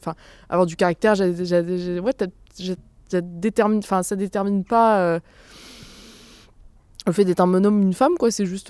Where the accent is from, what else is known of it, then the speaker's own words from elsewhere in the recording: Brittany, France; J'ai grandi en Pays de Bigouden, donc Finistère Sud.